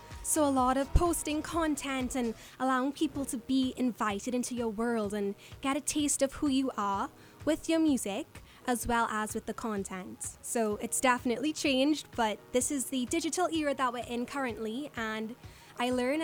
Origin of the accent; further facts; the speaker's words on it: Trinidad & Tobago; I'm pop, but I'm from Trinidad.